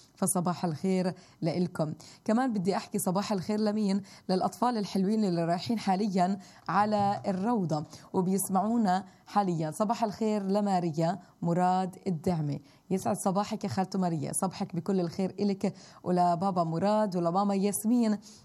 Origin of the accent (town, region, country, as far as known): Palestine